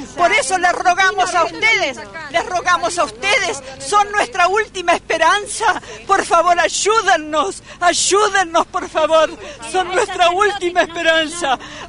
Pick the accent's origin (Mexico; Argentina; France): Argentina; Nosotros, que somos argentinas, vivimos en la Argentina